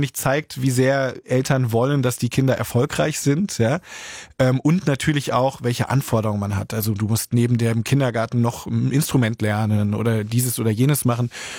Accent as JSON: {"language": "German", "region": "Hamburg", "country": "Germany", "tie": "born or raised there", "said": "Und in meiner Heimatstadt in Hamburg."}